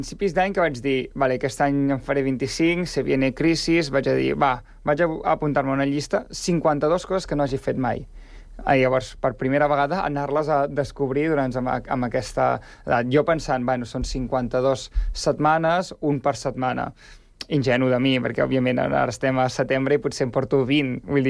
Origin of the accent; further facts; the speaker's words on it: Girona, Catalonia, Spain; Al final, venim de Girona, que és també, jo considero que és una ciutat petita